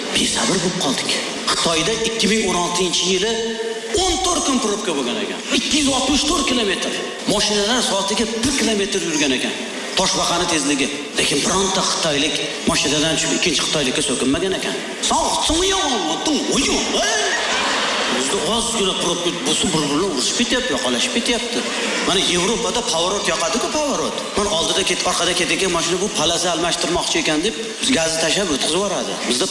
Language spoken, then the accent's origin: Uzbek; Tashkent, Uzbekistan; Mana ham Toshkentlikman, o'tib ketyapti. Chista Toshkentlikman.